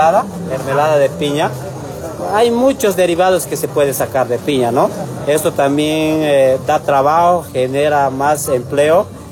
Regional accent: Puerto Villarroel, Cochabamba, Bolivia; Bueno, nosotros somos de Puerto Villarruel, productores.

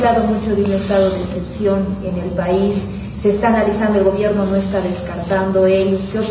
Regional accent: Bolivia; Este es un símbolo para nosotros también como bolivianos.

